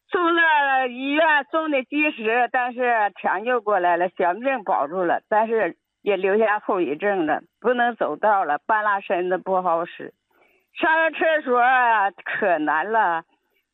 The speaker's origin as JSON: {"language": "Chinese", "town": "Qiqihar", "region": "Heilongjiang", "country": "China", "said": "我是齐齐哈尔大棉屯的，"}